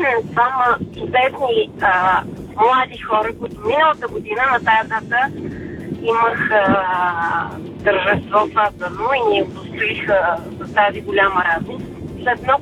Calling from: Sofia, Sofia City, Bulgaria; И съм от София.

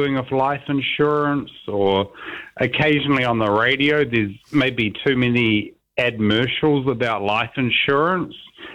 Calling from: Wellington, New Zealand; I'm from Wellington

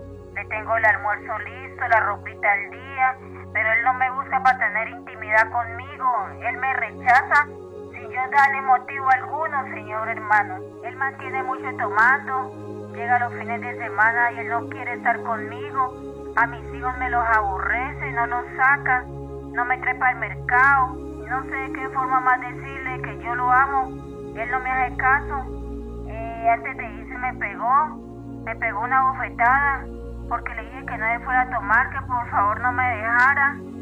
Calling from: Durango, Mexico; De Durango.

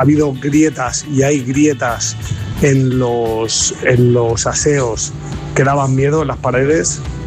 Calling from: Madrid, Community of Madrid, Spain; Buenos días, Pizarritas, desde Vallecas.

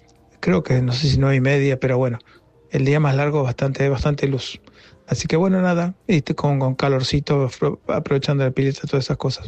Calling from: Montreal, Quebec, Canada; Desde Montreal.

